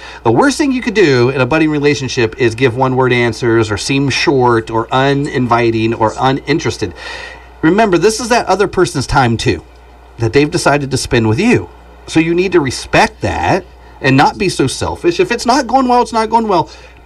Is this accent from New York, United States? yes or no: no; Elkins, West Virginia, United States; born there; I was born in Elkins, West Virginia.